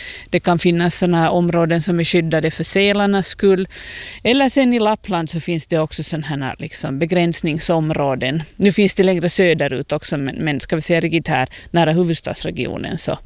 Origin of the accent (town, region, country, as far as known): Finland